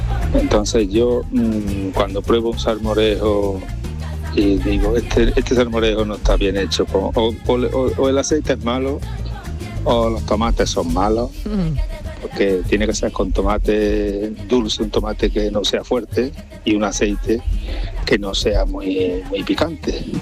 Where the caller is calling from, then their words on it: Córdoba, Andalusia, Spain; Pues como buen cordobés